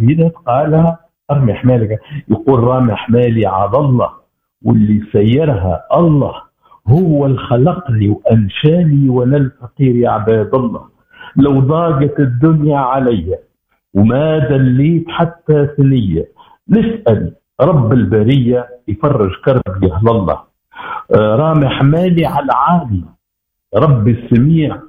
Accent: Tunisia; في بلادنا تونس،

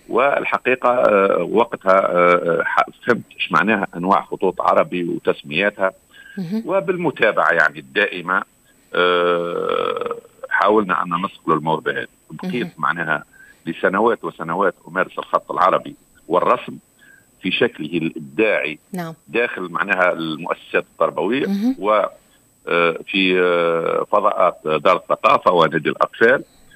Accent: Sidi Bouzid, Tunisia; انطلقت معايا تحديدا من ريف منطقة قصر الحمام في أحواز الرقاب وين درست،

